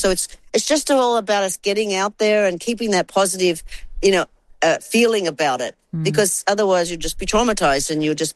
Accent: New South Wales, Australia; I think that's growing up in Australia really taught me this. I grew up on the edge of the bush in the Sutherland Shire.

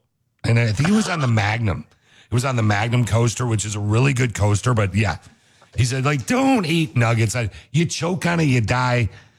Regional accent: Michigan, United States; I grew up in Michigan, which is right near there

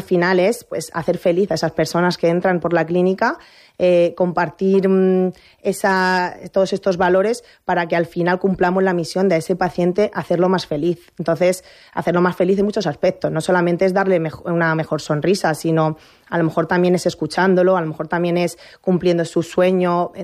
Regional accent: Tobarra, Castilla-La Mancha, Spain; also born or lived in Murcia; Soy de Tobarra, de toda la vida, y sí que me fui a estudiar a Murcia

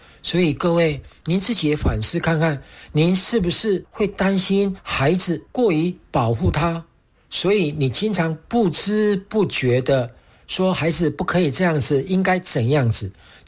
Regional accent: Taiwan; ，想要跟大家来分享的是

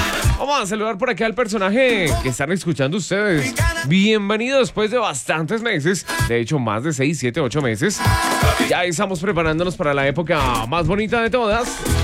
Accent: Colombia

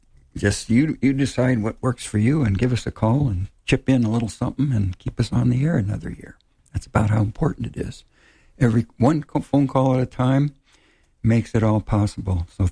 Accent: St. Louis, Missouri, United States; moved away; I grew up in St. Louis. It was, 85 to 95 every day for about 3 months.

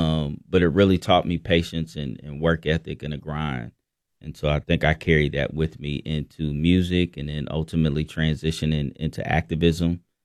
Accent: Lexington, Kentucky, United States; Lexington, Kentucky. Yep. My father was from Danville. My mother grew up in the housing projects here, Bluegrass, Aspendale. And so I grew up on the south side, the Tace Creek area, graduated from Tace Creek High School.

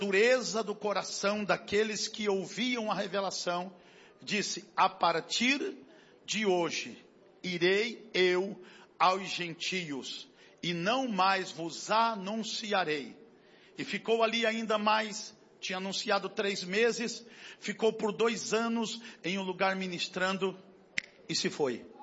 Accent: Curitiba, Paraná, Brazil; O povo curitibano é um pouco frio, né? Eu posso falar porque eu sou curitibano, você não pode.

